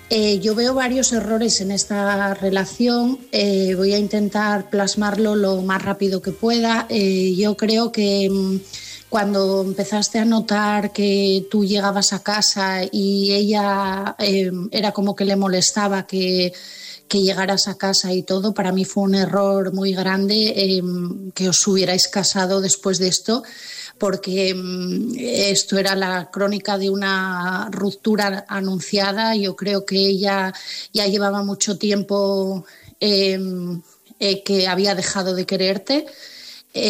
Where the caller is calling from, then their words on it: Asturias, Spain; de Asturias